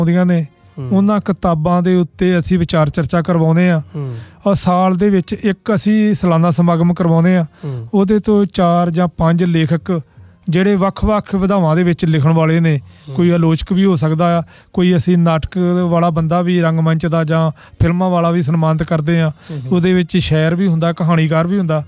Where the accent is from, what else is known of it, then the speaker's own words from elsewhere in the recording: Amritsar, Punjab, India; ਮੈਂ ਜਦੋਂ ਆਪਣਾ ਨਾਂ ਦੱਸਿਆ, ਅੰਮ੍ਰਿਤਸਰ ਤੋਂ ਦੱਸਿਆ